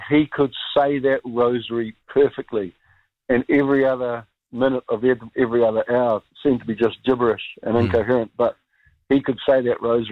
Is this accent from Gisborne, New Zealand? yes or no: yes; Gisborne, New Zealand; growing up in Gisborne in the 80s was the roughest place